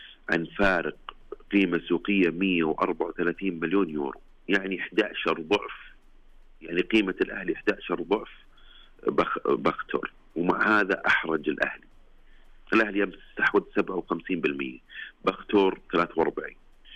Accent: Saudi Arabia; احنا كسعوديين

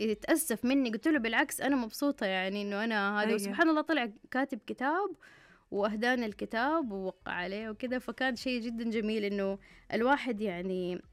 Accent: Jeddah, Makkah Province, Saudi Arabia; هذه جدة أو هذه مدينتي

